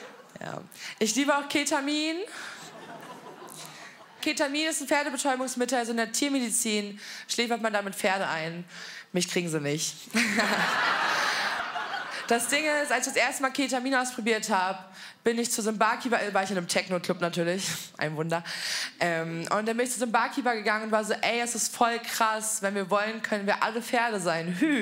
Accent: Berlin, Germany; ich komme offensichtlich aus Berlin

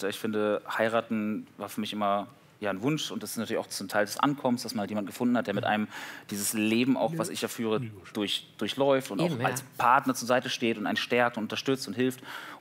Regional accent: Schleswig-Holstein, Germany; born or raised there

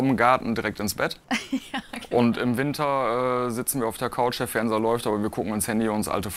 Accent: Germany; Ich bin in Deutschland aufgewachsen, aber trotzdem eine große Verbundenheit zur Insel und genau.

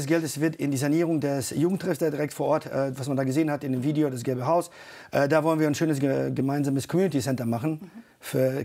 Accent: Bosnia & Herzegovina; now in Germany; ich komme ursprünglich aus Bosnien.

